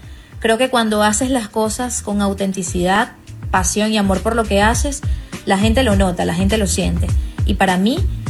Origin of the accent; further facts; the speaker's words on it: Maracay, Aragua, Venezuela; moved away as an adult; now in United States; yo soy de Maracay, de Venezuela